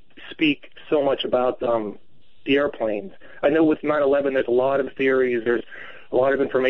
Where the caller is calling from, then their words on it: Johnstown, Pennsylvania, United States; I am calling from Johnstown, Pennsylvania.